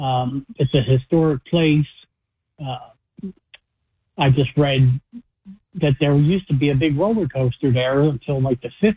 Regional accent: Pennsylvania, United States; now in Northeast Ohio, United States; I'm from Pennsylvania down there originally.

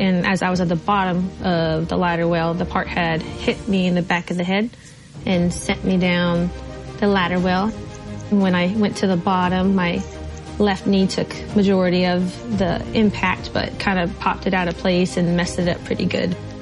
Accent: Hereford, Arizona, United States; I'm originally from Hereford, Arizona.

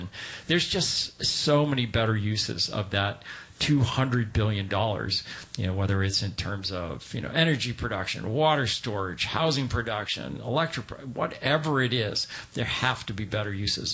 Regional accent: Maine, United States; now in California, United States; I grew up in Maine, okay? In Maine, we had this thing called snow

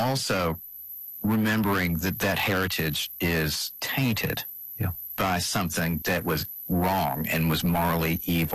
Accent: Georgia, United States; South. I mean, I'm a Southerner. I grew up in Georgia.

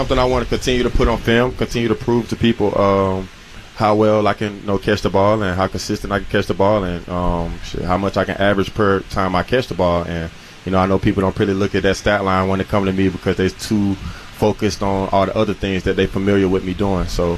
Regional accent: Tuscaloosa, Alabama, United States; I wanted to be a part of what he was building in Tuscaloosa. And, you know, that's my hometown.

